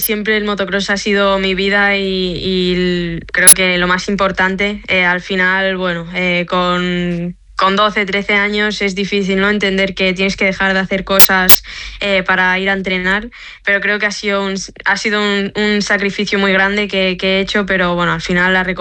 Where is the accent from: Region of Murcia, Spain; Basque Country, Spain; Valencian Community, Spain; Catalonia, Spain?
Catalonia, Spain; Lloret de Mar; also born or lived in Blanes; Sí, nací en Blanes, pero bueno, de siempre he estado en Lloret y bueno, es mi pueblo, Lloret de Mar.